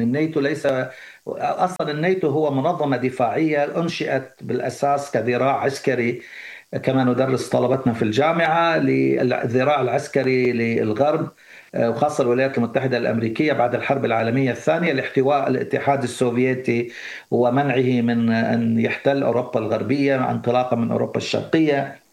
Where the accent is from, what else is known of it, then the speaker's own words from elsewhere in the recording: Kuwait; عندنا في الكويت صار أمس واليوم وأكثر من مرة،